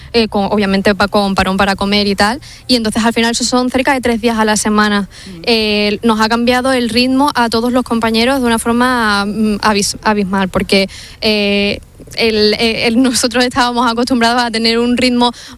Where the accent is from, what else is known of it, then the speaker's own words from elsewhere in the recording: Ceuta, Spain; Yo soy de Ceuta.